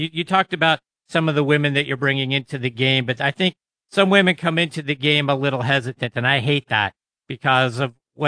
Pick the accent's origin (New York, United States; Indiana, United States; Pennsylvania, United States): Pennsylvania, United States; Pittsburgh